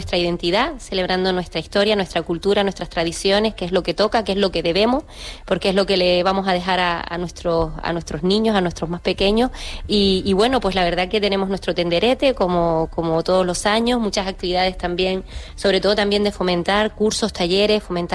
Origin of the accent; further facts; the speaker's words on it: Teguise, Canary Islands, Spain; para los que somos de Teguise, para los vecinos de La Graciosa